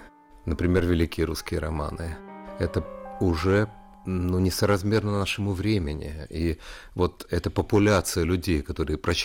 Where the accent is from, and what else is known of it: Kamchatka Krai, Russia; born there